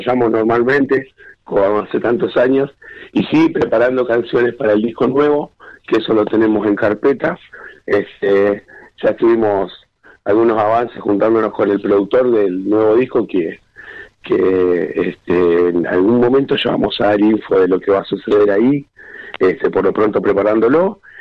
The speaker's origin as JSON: {"language": "Spanish", "town": "El Chañar", "region": "Neuquén", "country": "Argentina", "said": "Nosotros somos del Chañar"}